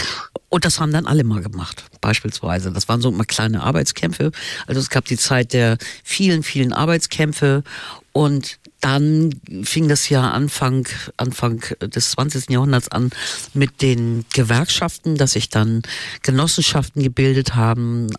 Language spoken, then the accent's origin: German; Hamburg, Germany; born there